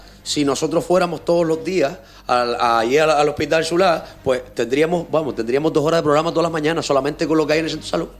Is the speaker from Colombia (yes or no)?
no; Canary Islands, Spain; como canarios que somos